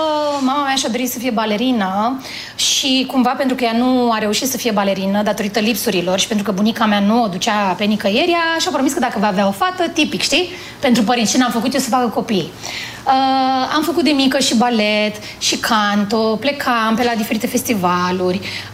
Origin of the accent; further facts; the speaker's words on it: Bucharest, Romania; also born or lived in Stântava, Giurgiu; m-a crescut mama mamei mele și am crescut undeva prin Ferentari, tot la casă, în curte, pe bătătură